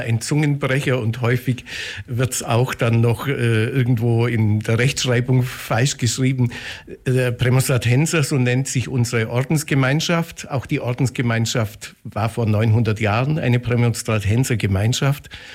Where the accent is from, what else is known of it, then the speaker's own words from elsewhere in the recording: Neu-Ulm district, Bavaria, Germany; ich stamme gebürtig sogar aus dem Landkreis Neuem und kennt das Kloster eigentlich von Kindesbeinen an, zumindest als Gebäude. Ich war in Weißenhorn am Gymnasium